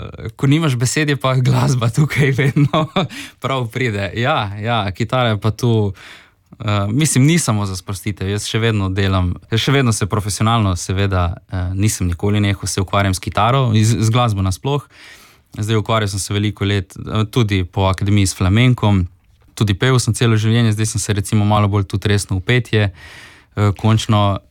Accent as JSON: {"language": "Slovenian", "town": "Rijeka", "region": "Primorje-Gorski Kotar County", "country": "Croatia", "said": "smo očitno ti reški Slovenci"}